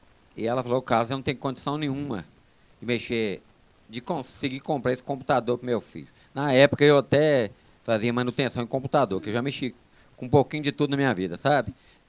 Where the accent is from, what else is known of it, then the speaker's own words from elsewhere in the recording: Itamarandiba, Minas Gerais, Brazil; a gente veio para cá e eu tinha 3 anos. Então, assim, hoje me considero que eu sou de Itamarandiba, né, porque já tem mais de 40 anos que eu moro aqui.